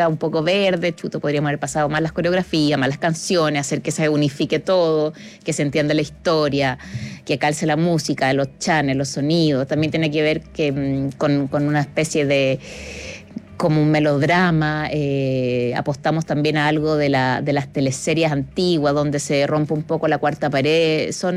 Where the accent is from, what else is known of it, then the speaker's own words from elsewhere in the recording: Spain; somos las españolas que venimos a dejar un poco